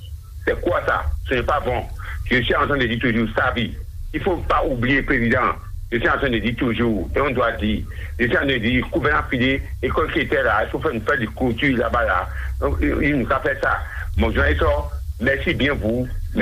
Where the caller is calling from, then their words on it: Ouidah, Atlantique, Benin; je vous appelle de Ouida, Kaki Soubadi.